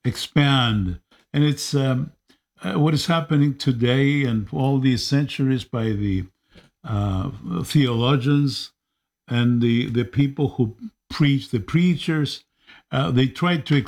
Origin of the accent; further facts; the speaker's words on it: Cyprus; I come from Cyprus, the island of Cyprus, which was part of the Patriarchate of Antioch.